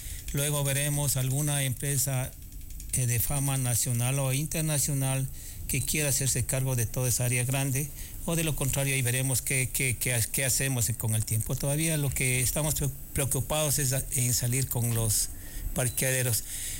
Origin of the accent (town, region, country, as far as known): Baños, Ecuador; moved away